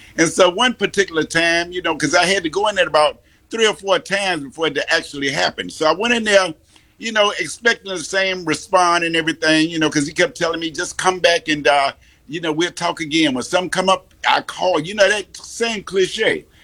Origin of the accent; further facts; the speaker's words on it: Chicago, Illinois, United States; accent: Midwest; moved away; I'm from Chicago.